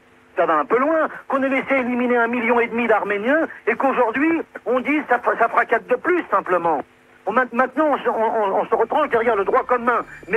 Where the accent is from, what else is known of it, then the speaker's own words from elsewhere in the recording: France; first language French; Je suis français, j'ai vécu en France, je parle le français, ma langue est le français, mes réactions sont françaises